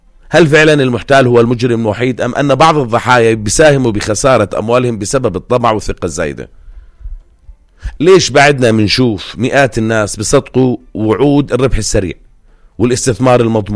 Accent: Jordan; إحنا كمجتمع أردني معروفين بالطيبة والثقة الزايدة بالناس

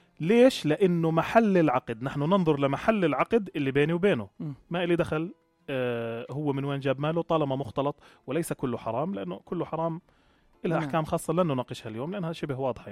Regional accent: Jordan; احنا عندنا في الاردن

